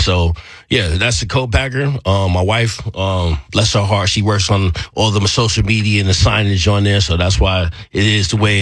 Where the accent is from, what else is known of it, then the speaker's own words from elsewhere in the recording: New York, United States; moved away; somebody that I grew up with in New York